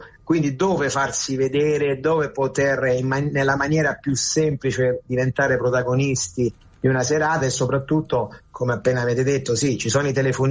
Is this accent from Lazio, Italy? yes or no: yes; Rome, Lazio, Italy; l'Italia è sempre il mio paese, ma Roma soprattutto è la mia città